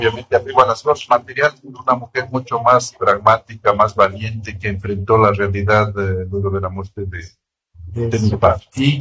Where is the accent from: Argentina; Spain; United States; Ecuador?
Ecuador; Ambato, Tungurahua; also born or lived in Quito; Luego, pues yo nací en Ambato en el año 1948. Yo estuve en Ambato hasta terminar sexto grado. Y ahí hice grandes amigos, que hasta ahora somos amigos. Por una situación especial, yo viajé a Quito con mi familia